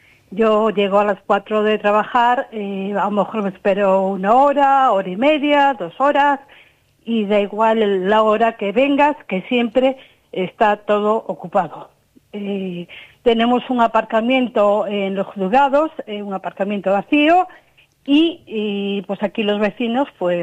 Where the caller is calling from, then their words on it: Pontevedra, Galicia, Spain; Yo os llamo de Pontevedra, de la avenida Conde de Bugallal.